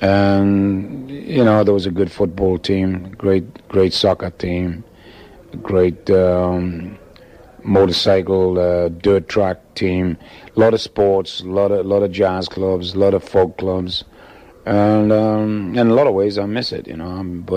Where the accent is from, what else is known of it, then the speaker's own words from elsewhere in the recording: Newcastle upon Tyne, North East England, United Kingdom; moved away; I have really fond memories of my hometown and my relatives, especially my grandparents. And it was a great place to grow, a great town to grow up in.